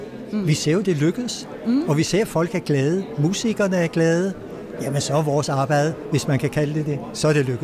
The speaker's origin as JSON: {"language": "Danish", "town": "Allinge", "region": "Capital Region of Denmark", "country": "Denmark", "tie": "born or raised there", "said": "Jeg har boet i alle de år, jeg har næsten levet, bortset fra et halvt år. så jeg er ægte bornholmer."}